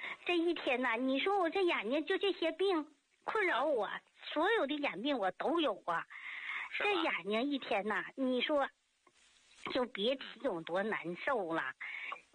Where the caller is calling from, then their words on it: Tangshan, Hebei, China; 我是唐山的，河北唐山的。